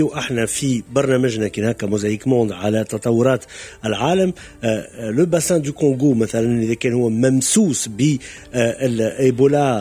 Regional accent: Tunisia

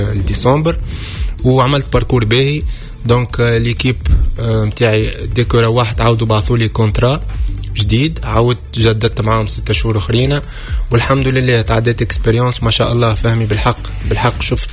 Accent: Tunisia; moved away as an adult; now in Philippines; كي يسالك يقول لك انت منين تقول له تونسي

